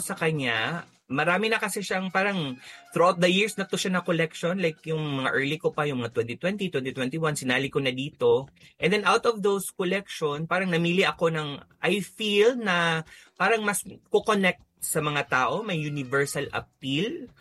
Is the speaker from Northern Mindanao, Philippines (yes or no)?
yes; Iligan, Northern Mindanao, Philippines; experience ko growing up dito sa Iligan